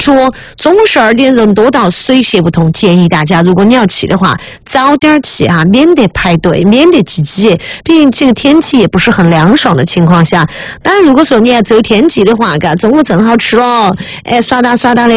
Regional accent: Zizhong, Sichuan, China; 我们生在沱江边嘛，吃鱼摆摆也很厉害，做鱼摆摆当然也很厉害

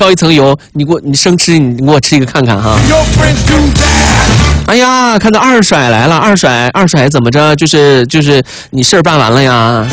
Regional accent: Yining, Xinjiang, China; 也欢迎大家到我的家乡新疆伊犁去转一转，去走一走

